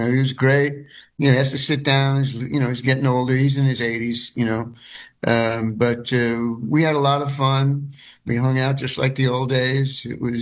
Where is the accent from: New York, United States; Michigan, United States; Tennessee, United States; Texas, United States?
New York, United States; Long Island; moved away as an adult; also born or lived in San Francisco; when I was growing up on Long Island here in New York